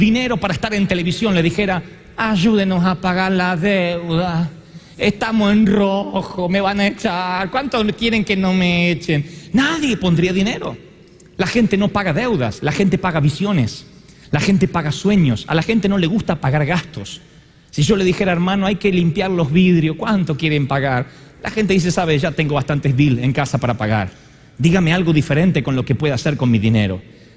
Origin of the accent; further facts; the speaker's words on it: Argentina; Sé que soy lindo como todo argentino. Sé que no aparento la edad que tengo y todos me dan 20 y tantos.